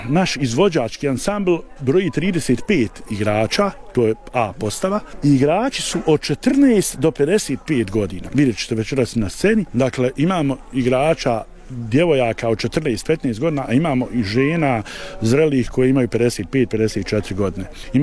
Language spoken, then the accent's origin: Bosnian; Olovo, Federation of Bosnia and Herzegovina, Bosnia & Herzegovina; Mi dolazimo iz Olova, odakle su porijeklom Bošnjaci, Katolici, Hrvati. To je, znači, direktne tragove imamo u svom gradu i dan danas.